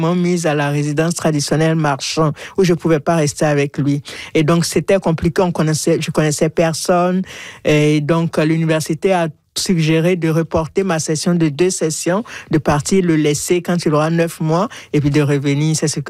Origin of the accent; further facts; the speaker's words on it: Ouagadougou, Centre, Burkina Faso; moved away as an adult; now in Ottawa, Canada; on continuait de m'appeler au pays. Ça, c'était à Ouaga, au Burkina